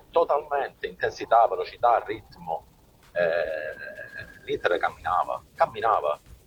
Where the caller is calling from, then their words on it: Palermo, Sicily, Italy; da Palermo.